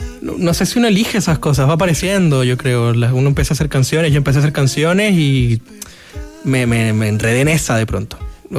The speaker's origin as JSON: {"language": "Spanish", "town": "Santiago", "region": "Santiago Metropolitan", "country": "Chile", "also_born_or_lived": "Buenos Aires", "said": "De acá de Santiago, tengo un acento medio raro, viví en Argentina un tiempo y a veces cuando estoy muy en contacto con mi gente de allá, hablando por teléfono y cosas, se me pega."}